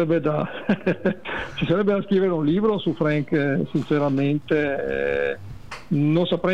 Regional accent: Padua, Veneto, Italy; born there; io sono padovano pure.

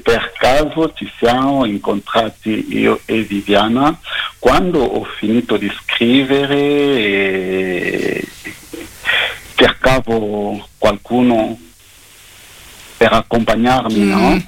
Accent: DR Congo; moved away as an adult; Congo belga e Congo francese, e io vengo dal Congo belga.

